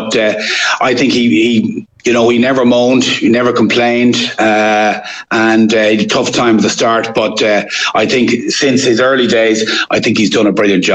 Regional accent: Dublin, Leinster, Ireland; Like, I'm in from Dublin. If you're home during the winter, I'd always go to the matches and that sort of thing.

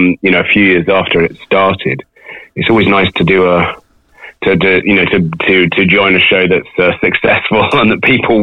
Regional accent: Sheffield, Yorkshire and the Humber, United Kingdom; born there

